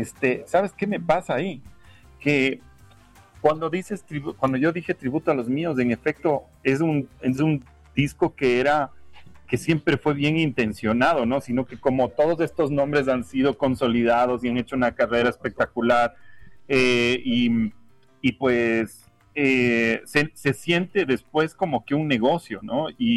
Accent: Ecuador; moved away as an adult; also born or lived in United States; now in Mexico City, Mexico; todo lo que somos de Ecuador

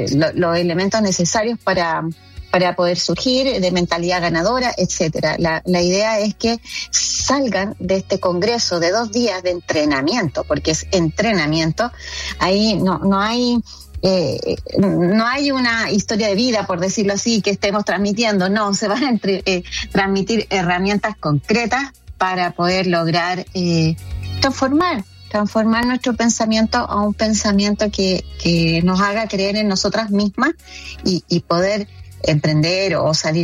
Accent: Chile; moved away as an adult; now in United States; Soy una mujer chilena, que inmigrante. Hace aproximadamente 3 años que me encuentro acá en Estados Unidos.

